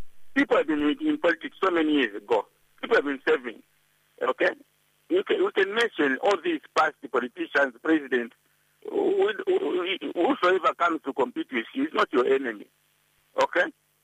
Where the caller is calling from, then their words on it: Lusaka, Lusaka Province, Zambia; calling from Chawama, Lusaka, Zambia.